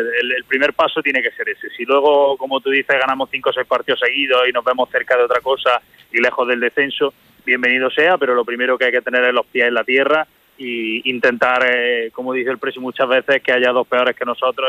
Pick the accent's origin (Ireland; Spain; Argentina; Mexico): Spain; Granada, Andalusia; Yo soy de Granada, yo soy granadino.